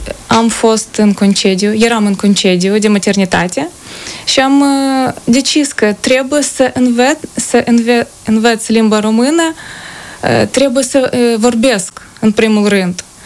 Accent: Ukraine; Dacă pe scurt, m-am născut în Ucraina, pe malul Mării Negre. Am terminat o școală, am învățat în limba ucraineană. Dar în țara mea n-am avut succes să fiu admisă la nicio universitate.

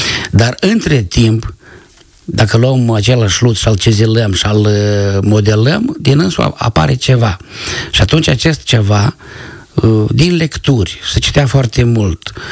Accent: Călărași, Călărași District, Moldova; moved away; Eu spuneam că sunt de la Călăraș și ei credeau că sunt de la Dunăre. Și în anul 4, păi … tu și ești de Republica Moldova? Zic, da.

